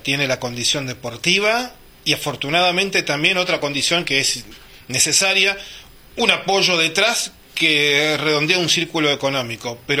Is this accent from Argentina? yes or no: yes; Argentina